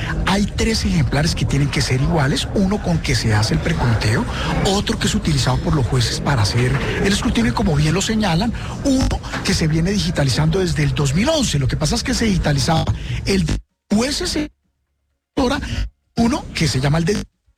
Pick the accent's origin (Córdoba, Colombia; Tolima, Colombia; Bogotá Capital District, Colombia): Tolima, Colombia; Ibagué; Y mi querido Ibagué, yo soy de Ibagué